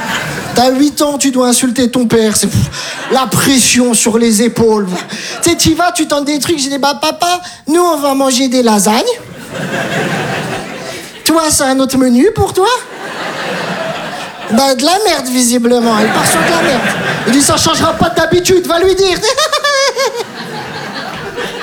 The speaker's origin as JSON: {"language": "French", "town": "Metz", "region": "Grand Est", "country": "France", "said": "Je viens de Metz, j'ai tout abandonné."}